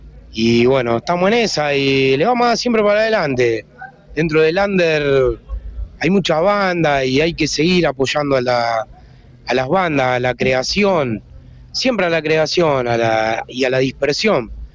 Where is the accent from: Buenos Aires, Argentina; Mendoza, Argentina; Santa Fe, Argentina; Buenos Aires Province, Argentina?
Santa Fe, Argentina; Arroyo Seco; Nosotros somos de Arroyo Seco.